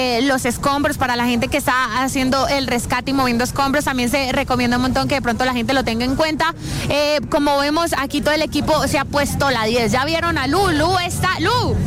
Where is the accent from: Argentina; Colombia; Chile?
Colombia